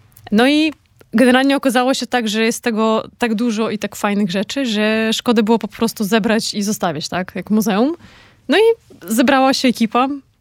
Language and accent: Polish; Belarus; moved away as an adult; now in Poland; ja urodziłam się na Białorusi, więc tam się wychowałam. Z kolei mieszkam w Polsce już 12 lat, więc czuję się trochę tu, trochę tam. Mm-hmm. I trochę pomiędzy